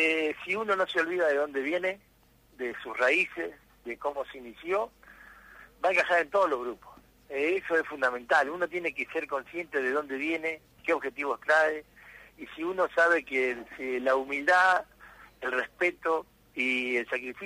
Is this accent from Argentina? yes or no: yes; Córdoba, Argentina; moved away as an adult; also born or lived in Rosario / Concordia; now in Concepción del Uruguay, Argentina; en Rosario, y tenemos un hijo que nació acá en Entre Ríos, así que tenemos un Entre Ríos en la familia, y nosotros dos somos de Córdoba.